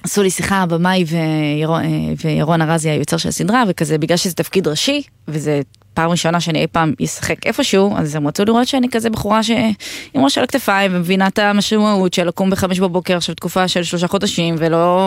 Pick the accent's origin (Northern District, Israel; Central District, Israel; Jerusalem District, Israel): Central District, Israel; Petah Tikva; born there; also born or lived in Yehud; ועברנו לגור מפתח תקווה ליהוד בתיכון.